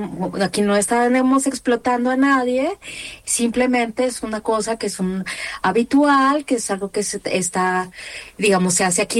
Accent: Mexico; moved away as an adult; now in Colombia; Yo soy mexicana, pero llevo, yo creo que ya 18 años viviendo en este país.

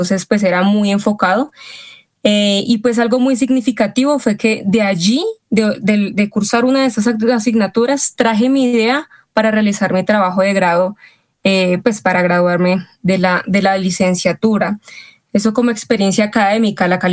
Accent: Colombia; uno pues se va con sus costumbres arraigadas colombianas

